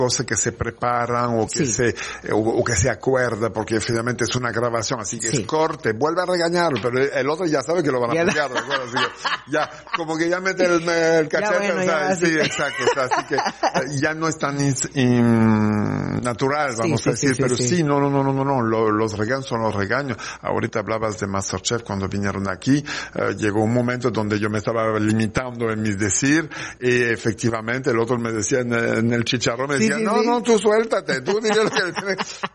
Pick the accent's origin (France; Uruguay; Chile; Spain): France; Spanish is a second language; moved away as an adult; now in Mexico